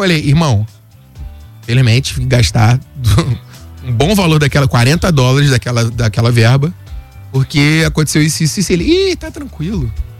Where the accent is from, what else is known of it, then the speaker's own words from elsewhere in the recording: Rio de Janeiro, Brazil; eu nasci no Campim, fui criado em Padre Miguel, na Vila Aliança, em Bangu